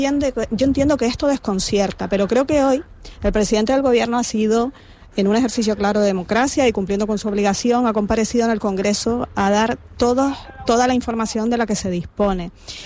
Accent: Spain; con Ceuta estamos todos los que somos españoles, por lo menos españoles de bien

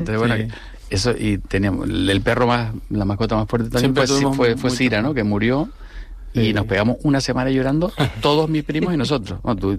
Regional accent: Guamasa, Canary Islands, Spain; Nosotros nos criamos en Guamasa

